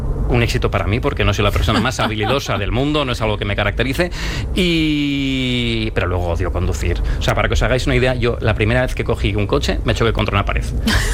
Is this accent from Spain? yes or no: yes; Vitoria-Gasteiz, Basque Country, Spain; Sí, sí, yo soy de Vitoria.